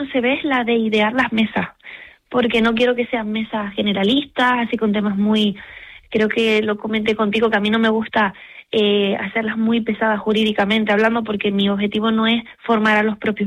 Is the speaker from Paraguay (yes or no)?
no; Canary Islands, Spain; como canaria, lo quiero hacer una vez al año en Canarias